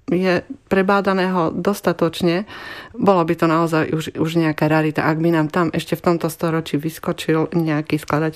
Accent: Spiš, Slovakia

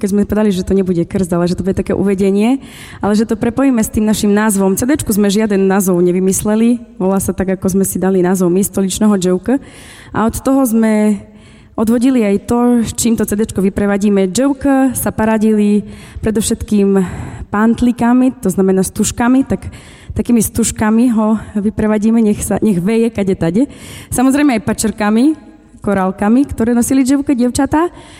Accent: Veľký Lipník, Prešov Region, Slovakia; keďže sme veľmi hrdé na to, odkiaľ pochádzame z tejto zamagurskej obce Veľký Lipník

